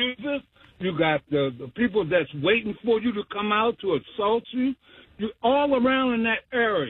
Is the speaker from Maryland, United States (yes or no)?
yes; Baltimore, Maryland, United States; I grew up in Reservoir Hill.